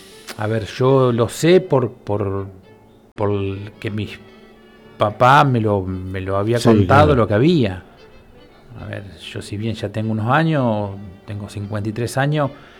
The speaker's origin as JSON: {"language": "Spanish", "town": "Empalme Lobos", "region": "Buenos Aires", "country": "Argentina", "said": "me tocó izar la bandera como empalmeño"}